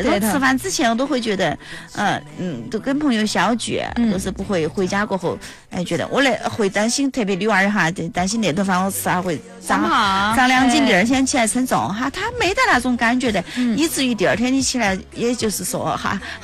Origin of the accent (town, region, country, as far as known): Chongqing, China